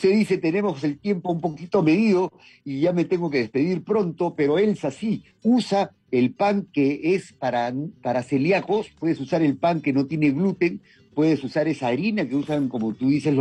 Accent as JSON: {"language": "Spanish", "country": "Peru", "said": "Somos peruanos al comer ramfañote, en realidad."}